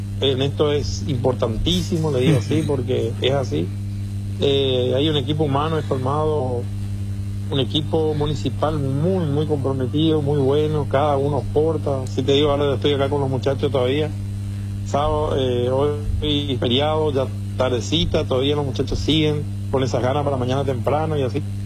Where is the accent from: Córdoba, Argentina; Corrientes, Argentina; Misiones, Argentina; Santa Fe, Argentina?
Misiones, Argentina; Soy nacido y criado acá